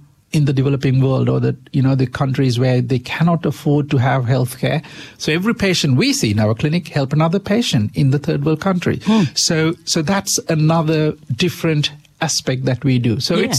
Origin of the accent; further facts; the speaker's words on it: Sri Lanka; English is a second language; and of course, I'm from Sri Lanka, so I'm back in Sri Lanka.